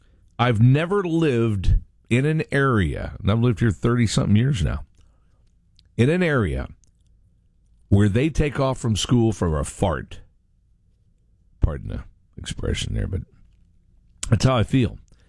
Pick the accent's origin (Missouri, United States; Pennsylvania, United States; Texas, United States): Missouri, United States; Poplar Bluff; I was born and raised in Poplar Bluff, Missouri.